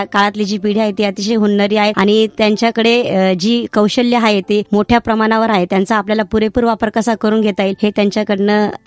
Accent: Nashik, Maharashtra, India; मी proper नाशिकचीच, Nashik मध्येच माझं बालपण गेलं. काही वर्ष जुन्या नाशिकात होते, नंतर सिडको सारख्या ठिकाणी माझं बालपण गेलं.

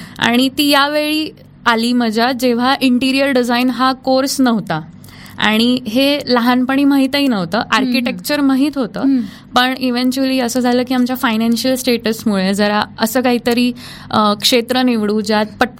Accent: Jalgaon, Maharashtra, India; माझं लहानपण जळगावातच झालं.

